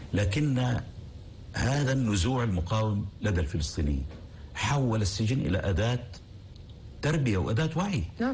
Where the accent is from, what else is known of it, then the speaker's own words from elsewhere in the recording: Palestine; فعليا أنا أسير افتراضي، ولذلك علي أن أطل على هذا الأدب لكي أطل على جزء من ذاتي كفلسطيني وكعربي أيضا.